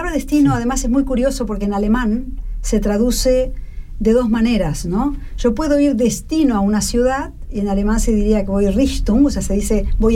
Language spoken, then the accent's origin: Spanish; Montevideo, Uruguay; moved away as an adult; now in Germany; ¿La ciudad donde yo nací?